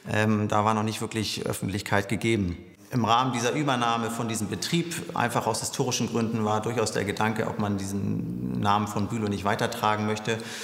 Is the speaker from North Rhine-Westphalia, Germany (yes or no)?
no; Schleswig-Holstein, Germany; Ich bin hier in Witmold geboren, hier aufgewachsen.